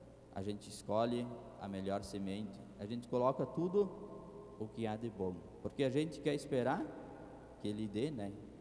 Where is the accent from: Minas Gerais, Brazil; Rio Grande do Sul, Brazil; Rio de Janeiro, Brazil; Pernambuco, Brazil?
Rio Grande do Sul, Brazil; Marau; moved away as an adult; eu sou ali natural de Marau.